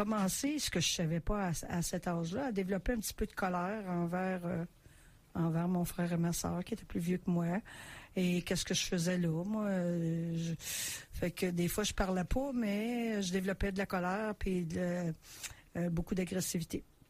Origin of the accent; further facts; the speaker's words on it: Montreal, Quebec, Canada; moved away as an adult; now in Quebec City, Canada; Je suis native de Montréal